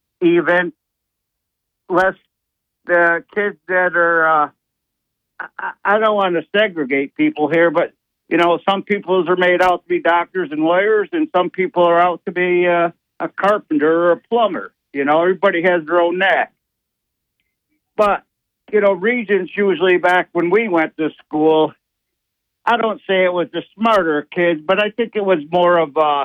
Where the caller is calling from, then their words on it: the Ward, New York, United States; from the Ward.